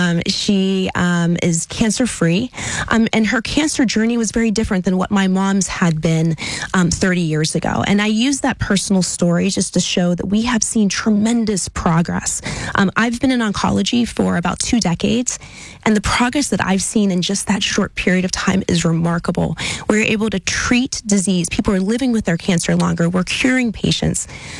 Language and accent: English; Washington, Pennsylvania, United States; I'm from the region. I'm originally from Washington, PA